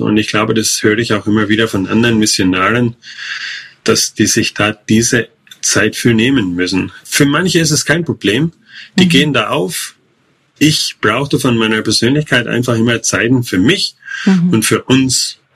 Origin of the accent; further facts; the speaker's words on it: Germany; moved away as an adult; also born or lived in Thailand; als Ausländer sowieso, als Deutsche.